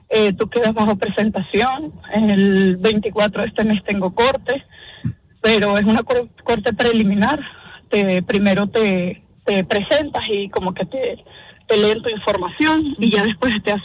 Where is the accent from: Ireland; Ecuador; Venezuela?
Venezuela; moved away as an adult; now in United States; Actualmente yo tengo asilo pendiente, soy de Venezuela y tengo casi 8 años aquí.